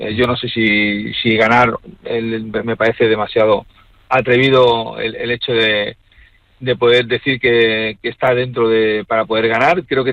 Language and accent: Spanish; Spain; al final es una satisfacción como español que soy